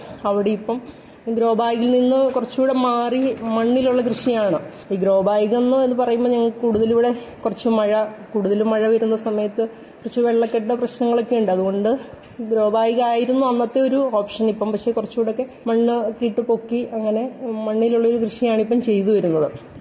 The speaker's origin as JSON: {"language": "Malayalam", "town": "Kanjirappally", "region": "Kerala", "country": "India", "tie": "born or raised there", "moved": "as an adult", "lives_now": "Tripunithura, India", "said": "അപ്പൊ ഞങ്ങൾ രണ്ടുപേരും ബേസിക്കലി കോട്ടയം ജില്ലയിലെ കാഞ്ഞിരപ്പള്ളിയാണ് ഞങ്ങളുടെ സ്വദേശം. വിവാഹത്തിന് ശേഷമാണ് ഞങ്ങൾ എറണാകുളത്തേക്ക് താമസം മാറിയിരിക്കുന്നത്."}